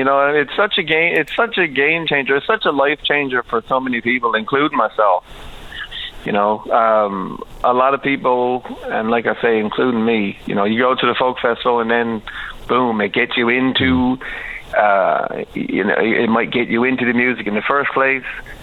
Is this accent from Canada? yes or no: yes; Mount Pearl, Newfoundland and Labrador, Canada; because I grew up in Mount Pearl, I just assumed, because I wasn't in town when the folk festival was on the go here. I used to spend my summers out in Terra Nova.